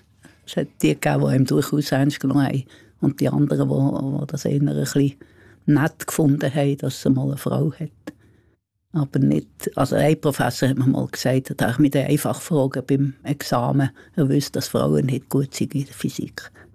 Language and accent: German; Solothurn, Switzerland; Ich bin zwar nicht Berner, ich bin Solothurner